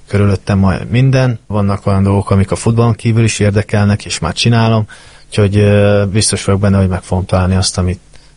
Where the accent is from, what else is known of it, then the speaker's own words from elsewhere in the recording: Hungary; magyarként